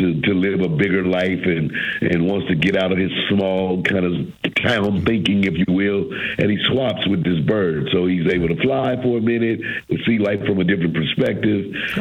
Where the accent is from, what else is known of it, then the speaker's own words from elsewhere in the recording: St. Louis, Missouri, United States; I'm from St. Louis